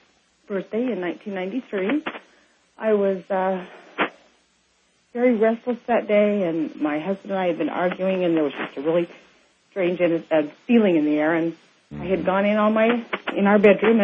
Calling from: Richland, Washington, United States; from Richland, Washington

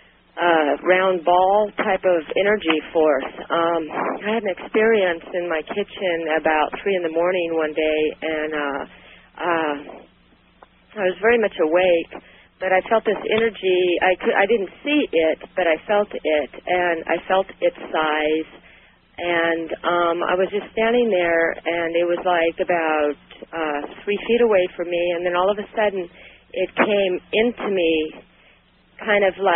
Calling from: Sacramento, California, United States; I'm from Sacramento.

